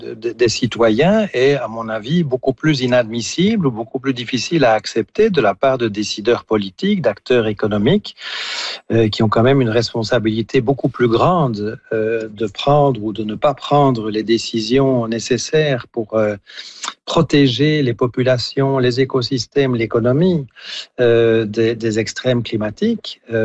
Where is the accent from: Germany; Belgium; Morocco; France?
Belgium; chez nous en Belgique